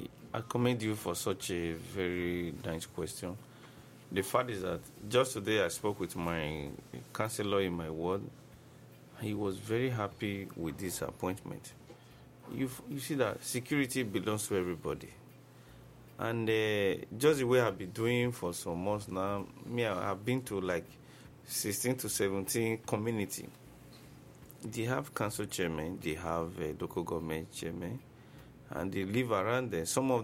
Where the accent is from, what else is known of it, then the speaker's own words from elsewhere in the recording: Ewohimi, Edo, Nigeria; now in Benin City, Nigeria; where I came from Ewohimi